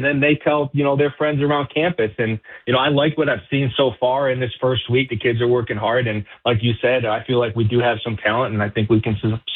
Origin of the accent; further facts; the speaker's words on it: Ohio, United States; now in Phoenix area, Arizona, United States; I grew up just outside of Cleveland.